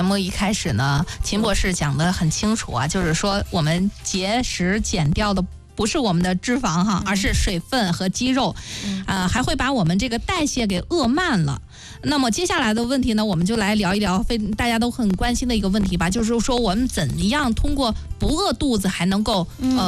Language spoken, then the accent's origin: Chinese; Hebei, China; 咱们河北人